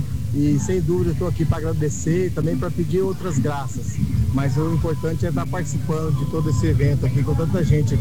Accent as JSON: {"language": "Portuguese", "country": "Brazil", "said": "sou lá do Parque Alvorada, São Paulo Apóstolo."}